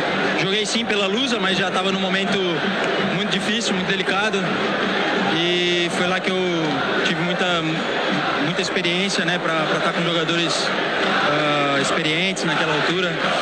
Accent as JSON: {"language": "Portuguese", "country": "Brazil", "moved": "as an adult", "said": "fui embora do Brasil muito cedo, com meus 21, 22 anos"}